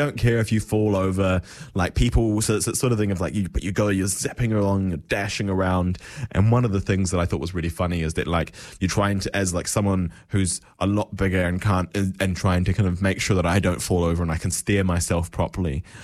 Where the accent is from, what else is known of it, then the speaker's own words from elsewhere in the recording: Southland, New Zealand; growing up in the South Island, right? Like, so like, the nearest town to me growing up was Gore, and Gore had a really good ice rink